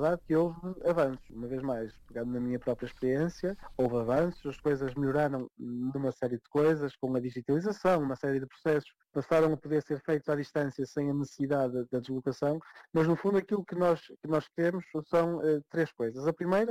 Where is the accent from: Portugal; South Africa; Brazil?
Portugal; moved away as an adult; Eu quando saí de Portugal, em 2008, lembramos-nos bem, não eram os melhores anos do país